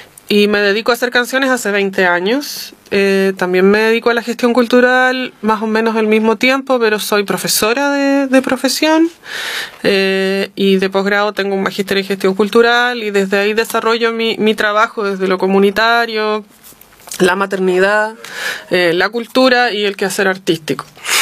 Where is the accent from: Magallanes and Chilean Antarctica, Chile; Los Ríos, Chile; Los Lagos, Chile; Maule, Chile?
Magallanes and Chilean Antarctica, Chile; moved away; en la localidad de Raria, voy por el cuarto año, viviendo, transitando mi cuarto año. Soy magallánica de origen y he vivido en distintos territorios.